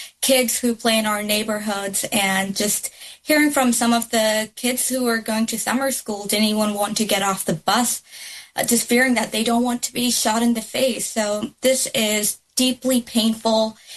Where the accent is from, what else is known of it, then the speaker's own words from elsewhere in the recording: Texas, United States; So I grew up in Texas, and my introduction to Maine was actually just